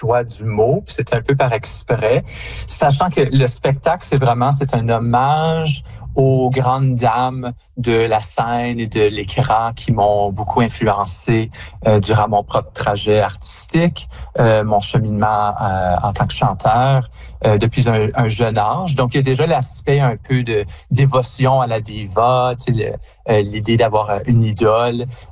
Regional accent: Canada; en tant que Français-Canadien

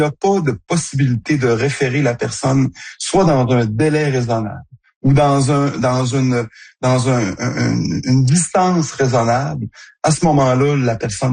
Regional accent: Saguenay, Quebec, Canada; moved away; also born or lived in Bas-Saint-Laurent; Moi, je suis originaire du Saguenay, j'ai pratiqué dans le Bas-Saint-Laurent, donc on est des régions éloignées.

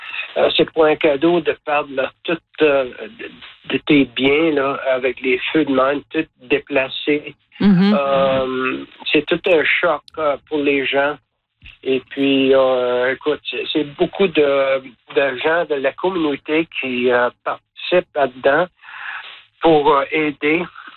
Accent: Quebec, Canada; born there; now in Okanagan, British Columbia, Canada; Alors, je suis né au Québec, puis, mais ça fait depuis 1980 que je suis ici, en Colombie-Britannique.

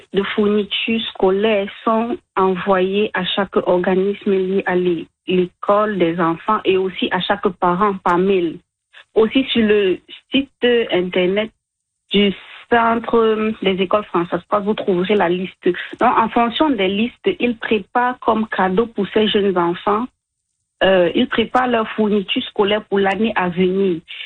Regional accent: Cameroon; moved away as an adult; now in Regina, Canada; Je viens du Cameroun

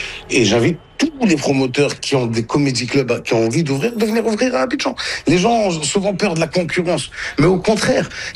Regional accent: Morocco; Nous on vient du Maroc à la base.

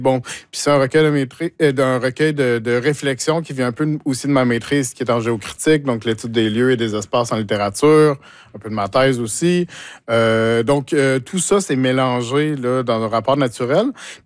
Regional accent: Saint-Claude, Quebec, Canada; Mais moi, je viens de Saint-Claude, qui est un village de champs et de forêts. Donc là, il n'y en a pas.

